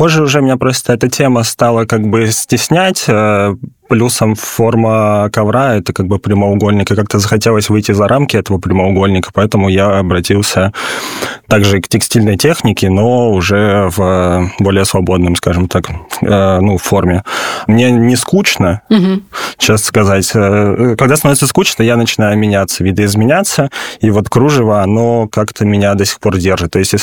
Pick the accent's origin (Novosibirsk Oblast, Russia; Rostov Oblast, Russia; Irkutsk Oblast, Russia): Irkutsk Oblast, Russia; так как я из Иркутской области, это вокруг кочевые народы, и их дом — это как раз-таки ковры.